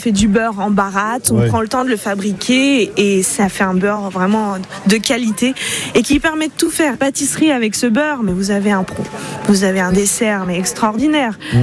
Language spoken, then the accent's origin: French; Bresse, France; chez nous, en Bresse.